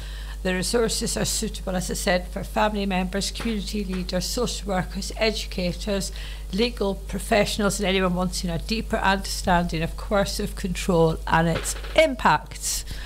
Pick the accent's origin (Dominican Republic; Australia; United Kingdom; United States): United Kingdom; Scotland; I'm Scottish